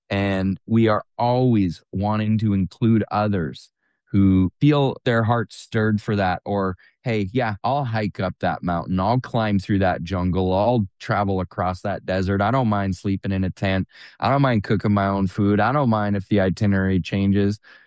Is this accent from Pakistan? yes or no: no; Canada; we're from Canada.